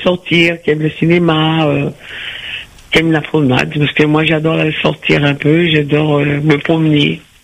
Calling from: Nanterre, Île-de-France, France; je suis à Nanterre.

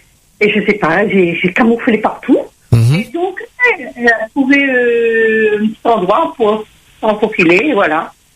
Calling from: Réunion; du secteur où j'habite à l'Étron, ruelle des Fleurs

